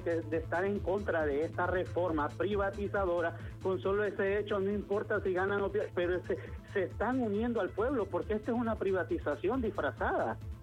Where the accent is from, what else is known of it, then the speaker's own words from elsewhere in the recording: Honduras; nosotros como pueblo hondureño